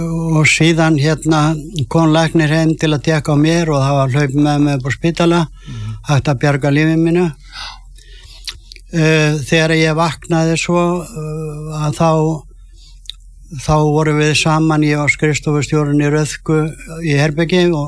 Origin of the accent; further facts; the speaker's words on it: Siglufjörður, Northeastern Region, Iceland; born there; ég var á Siglufirði og bara ungu strákur